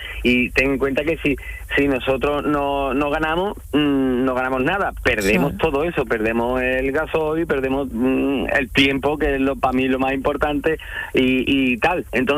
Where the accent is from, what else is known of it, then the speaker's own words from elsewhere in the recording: Écija, Andalusia, Spain; yo soy de Écija, ¿no?